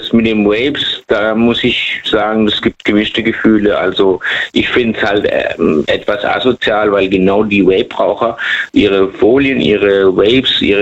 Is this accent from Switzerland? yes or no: no; Lebanon